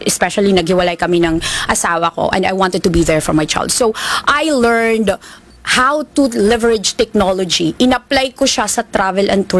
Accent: Tacloban, Eastern Visayas, Philippines; moved away as an adult; also born or lived in Cebu; now in Australia; I'm from Tacloban.

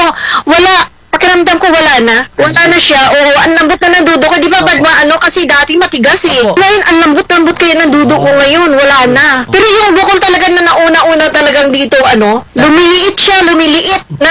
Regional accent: Bacoor, Calabarzon, Philippines; moved away as an adult; now in Hong Kong; Taga Molino Bacoa ako. Tapos, nandito ngayon sa, ano, sa Hong Kong. DH ako dito.

